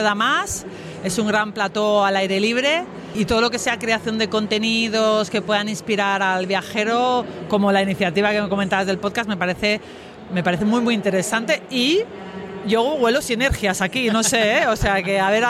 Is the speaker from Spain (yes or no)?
yes; Cantabria, Spain; Cantabria lo recomiendo muy mucho, y mi pueblo en particular.